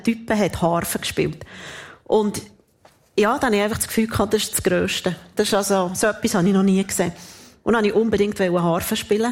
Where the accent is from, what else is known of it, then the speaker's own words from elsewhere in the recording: Thun, Bern, Switzerland; also ich bin in Thun aufgewachsen